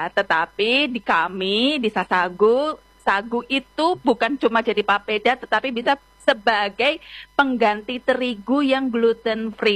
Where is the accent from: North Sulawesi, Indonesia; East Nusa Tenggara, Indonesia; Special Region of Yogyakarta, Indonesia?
Special Region of Yogyakarta, Indonesia; Yogyakarta; moved away as an adult; now in Jayapura, Indonesia; saya lahir besar di Jogja, lalu lulus kuliah, langsung merantau ke Papua, jadi saya sudah 15 tahun ini di Jayapura.